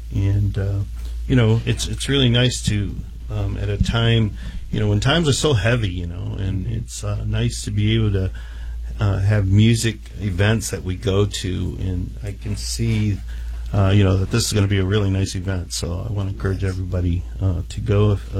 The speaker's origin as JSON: {"language": "English", "town": "Bridgeport", "region": "Michigan", "country": "United States", "said": "Because I was from Bridgeport, you know, and in those days, you know, Bridgeport was looked a little upon differently."}